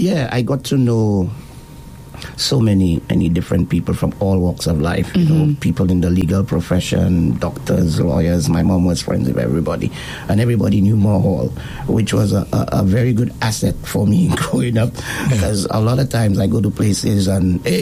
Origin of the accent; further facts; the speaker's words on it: St. Lucia; growing up in Lance Road, as you said, the communities of Lance Road, Leclerc, Sans Souci, we were very, very close. And so I was born in the era where … were one of the biggest names. And last in a family of nine.